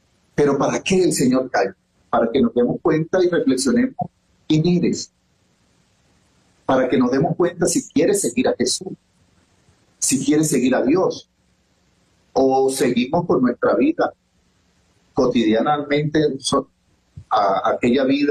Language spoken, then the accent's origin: Spanish; Caracas, Capital District, Venezuela; now in Táchira, Venezuela; Sí, yo soy caraqueño. Sí, soy caraqueño, tengo toda mi familia en La Vega, en Caracas. Tengo en el Táchira, ya casi voy a cumplir dentro de un año y tanto, voy a cumplir 25 años aquí en el Táchira.